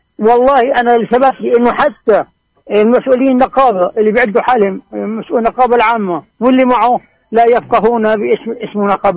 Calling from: Bethlehem, West Bank, Palestine; عندنا في بيت لحم

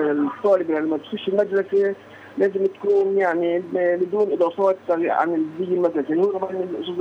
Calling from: Hebron, West Bank, Palestine; من الخليل

